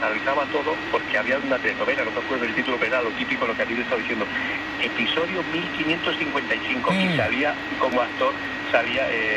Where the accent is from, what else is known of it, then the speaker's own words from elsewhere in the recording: Castile and León, Spain; pero yo soy de Torto del Riva, de Burgos, y te mando un saludo de nuestra tierrilla.